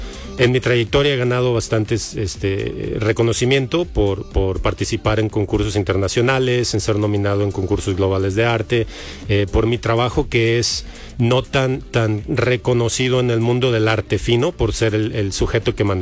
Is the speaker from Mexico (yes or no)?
yes; Mexico; Siendo mexicano, sí.